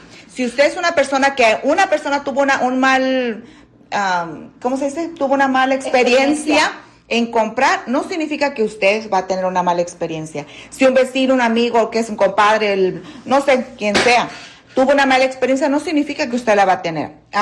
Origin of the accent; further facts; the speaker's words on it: Michoacán, Mexico; ¿Tú qué? No, soy de Michoacán.